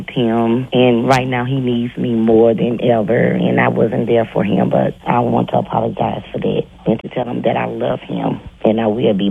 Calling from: Longview, Texas, United States; I'm calling from Longview, Texas.

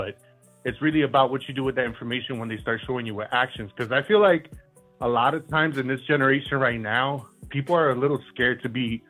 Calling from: Miami, Florida, United States; How's it going, Breakfast Club? Good morning. I'm calling from Miami, Florida.

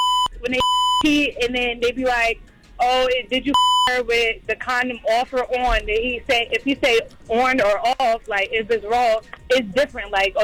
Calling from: New Jersey, United States; I'm calling from Jersey.

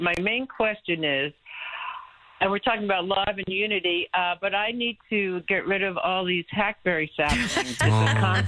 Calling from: Texas, United States; I'm kind of bordering the hill country near Leon Springs.

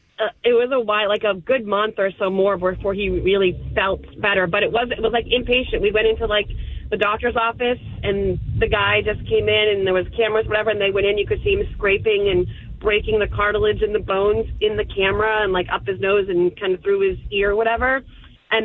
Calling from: Frederick, Maryland, United States; I'm from Frederick.

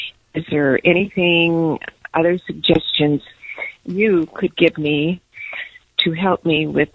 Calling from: Moline, Illinois, United States; I am from Moline, Illinois.

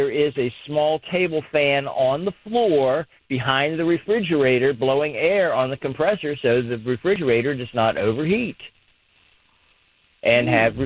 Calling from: United States; I'm so proud as being an American

